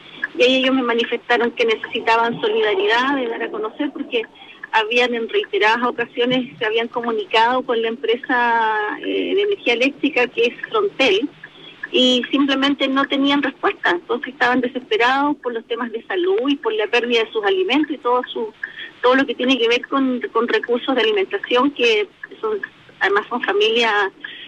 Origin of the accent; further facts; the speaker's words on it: Santiago, Santiago Metropolitan Region, Chile; Vamos viajando a Santiago, porque nosotros somos de acá de Santiago.